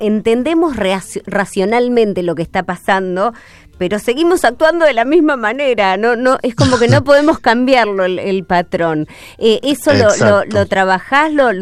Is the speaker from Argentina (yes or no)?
yes; Argentina